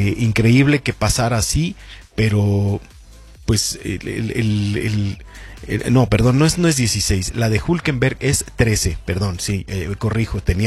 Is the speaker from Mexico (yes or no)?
yes; Mexico; pues como mexicanos debemos apoyar